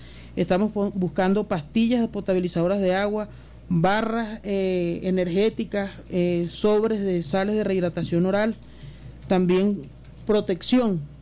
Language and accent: Spanish; Venezuela; now in Santa Rosa de Cabal, Colombia; nosotros como comunidad venezolana acá en Santa Rosa de Cabal